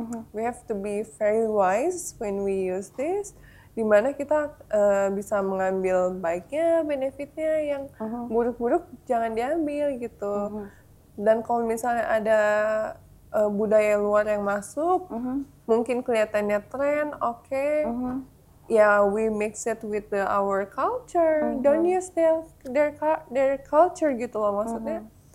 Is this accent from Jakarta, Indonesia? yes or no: yes; Jakarta, Indonesia; born there; Aku lahirnya di Jakarta. tapi keluarga itu dari Kalimantan Utara.